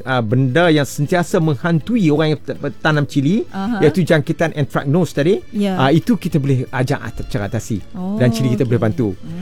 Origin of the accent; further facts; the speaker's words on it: Tiga Gajah, Kedah, Malaysia; Kalau sesedari memang orang keturunan orang petani lah, macam saya orang Tiga Gajah petani, bukan?